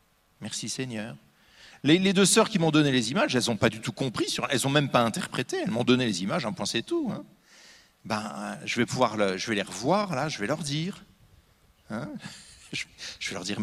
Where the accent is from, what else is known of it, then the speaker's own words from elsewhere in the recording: Normandy, France; Je suis normand, hein. Un pommier, je le connais.